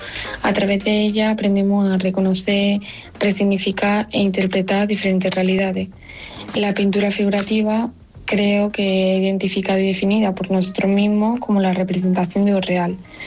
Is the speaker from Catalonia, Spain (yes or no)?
no; Priego de Córdoba, Andalusia, Spain; born there; moved away as an adult; also born or lived in Granada; now in Bilbao, Spain; nací en Priego de Córdoba, aunque actualmente resido en Bilbao.